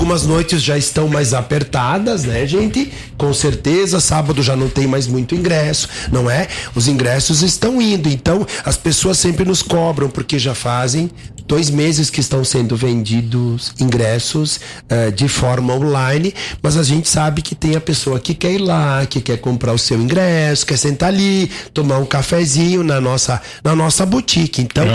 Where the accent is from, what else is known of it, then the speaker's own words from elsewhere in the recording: Nova Prata, Rio Grande do Sul, Brazil; Nós somos de Nova Prata, nós somos do Rio Grande do Sul.